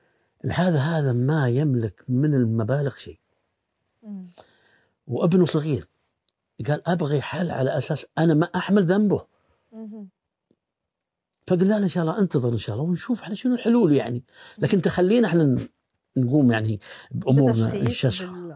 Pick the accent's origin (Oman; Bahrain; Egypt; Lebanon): Bahrain; احنا عندنا في البحرين